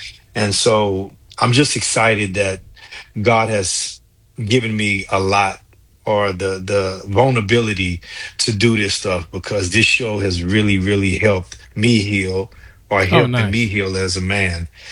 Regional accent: Beaumont, Texas, United States; Well, I'm originally from Beaumont, Texas, a graduate of Prairie View Ann University.

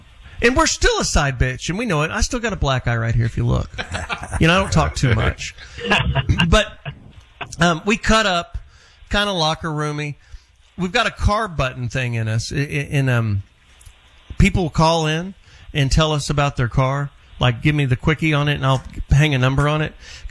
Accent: Texas, United States; because I'm from Texas

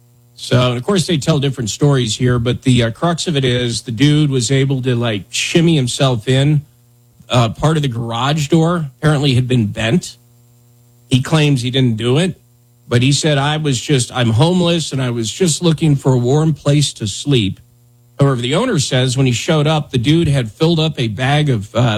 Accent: Wyoming, United States; pretty much the starter pack, if you bought a truck growing up in Wyoming, was you would buy the highway tires that were standard on it, right?

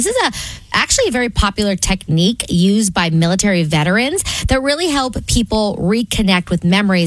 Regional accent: New Jersey, United States; now in Las Vegas, United States; it takes me back to growing up in New Jersey. That's where I was born and raised the majority of my life.

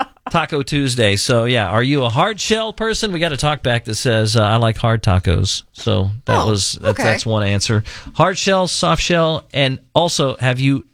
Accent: Texas, United States; growing up in Texas

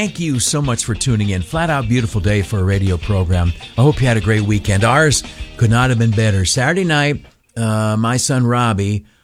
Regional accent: Canisteo, New York, United States; moved away; my hometown, Canastillo, New York, down the southern tier

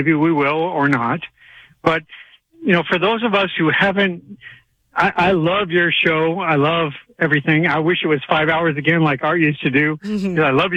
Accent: Sedona, Arizona, United States; And, well, I grew up in Sedona, Arizona.

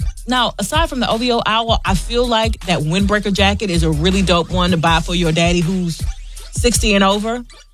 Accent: Alabama, United States; I say that because I'm a girl from Alabama.

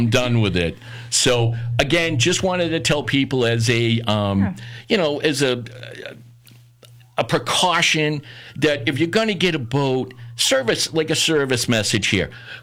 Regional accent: Boston, Massachusetts, United States; I'm a Boston kid, okay? You know, we have our own language in Boston.

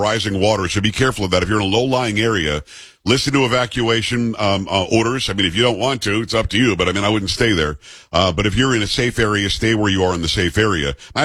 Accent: Florida, United States; also born or lived in New York; now in Texas, United States; Like, I grew up in Florida, it absorbs. Born in New York, lived there for 7 years.

